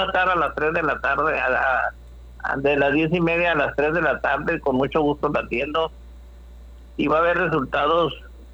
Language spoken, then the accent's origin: Spanish; Galicia, Spain; Yo nunca, también soy de Galicia, así que.